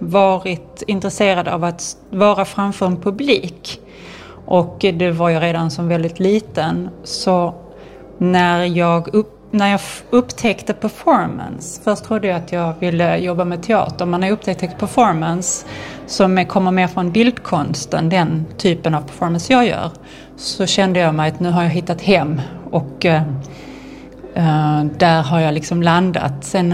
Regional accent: Malmö, Skåne, Sweden; also born or lived in Berlin; Jag kommer från Malmö, född här och bor både här och i Berlin.

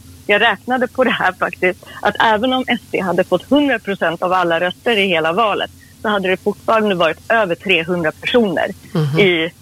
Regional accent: Sweden; born there; also born or lived in Iran / Gävle / Sandviken / Stockholm; Jag kom till Sverige som 2-åring med min familj. Vi flydde hit från Iran. Uppväxt i Gävle, Sandviken och Stockholm.

